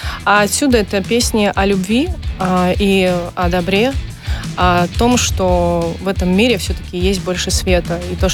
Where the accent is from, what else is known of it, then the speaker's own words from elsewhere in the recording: Pinsk, Brest Region, Belarus; Потому что я родом из столицы Полесья. Я из Пинска.